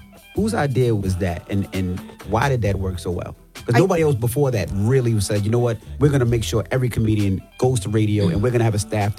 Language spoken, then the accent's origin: English; New York, United States; based out of New York and growing up in New York